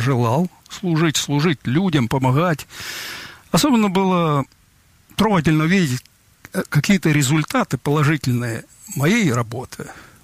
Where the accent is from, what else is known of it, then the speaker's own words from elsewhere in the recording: Ukraine; moved away; Я родом с Украины сам.